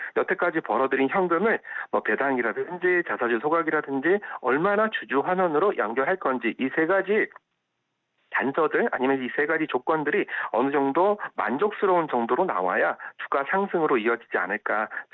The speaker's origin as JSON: {"language": "Korean", "country": "South Korea", "said": "저도 한국인으로서"}